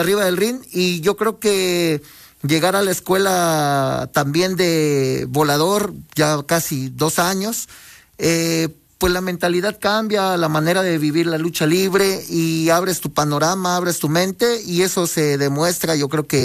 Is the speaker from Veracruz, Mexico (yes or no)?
yes; Veracruz, Mexico; now in Puebla, Mexico; a la escuela del puerto de Veracruz, donde yo nací, donde yo crecí, en arenas que no tenían techo, que no tenían piso, en una colonia que se llama Dos Caminos